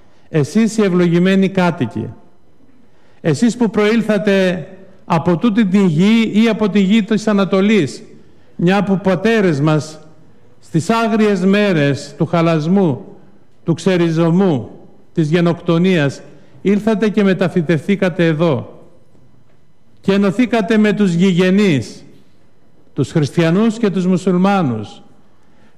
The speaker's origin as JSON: {"language": "Greek", "country": "Greece", "said": "μια που είμαστε Έλληνες, είμαστε Ρωμνοί"}